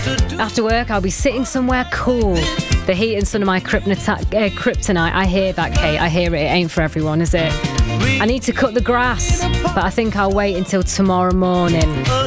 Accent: United Kingdom

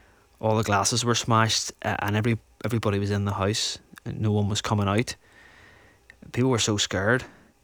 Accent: United Kingdom; I do everything for this country. I'm British.

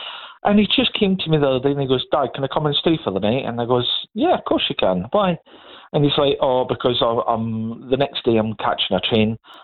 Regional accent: Ayr, Scotland, United Kingdom; I was from Ayr

